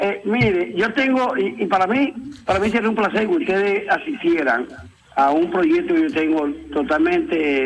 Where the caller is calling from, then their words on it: Bonao, Monseñor Nouel, Dominican Republic; la Bonao, la provincia de Monseñor Noel, mi pueblo